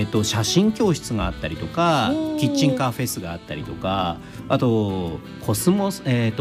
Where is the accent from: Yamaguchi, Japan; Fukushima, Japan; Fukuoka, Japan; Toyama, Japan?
Toyama, Japan; まあ、私の出身地であり現在も住んでいるということで、うん、富山県のイベントをちょっとご紹介させていただきたいと思います。